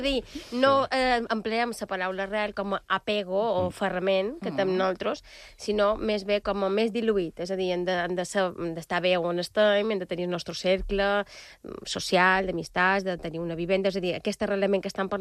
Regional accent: Balearic Islands, Spain; jo soc molt mallorquina

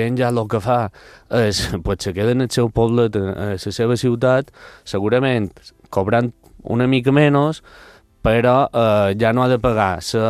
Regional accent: Balearic Islands, Spain; Sí, jo xerro italià, no t'he dit perfecte, però molta gent, ostres, i de què part d'italià era? No, jo soc mallorquí

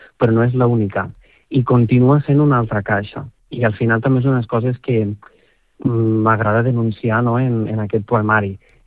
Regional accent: Catalonia, Spain; perquè jo soc de Ponent i hi ha un paisatge de Terra Baixa que em ressona molt

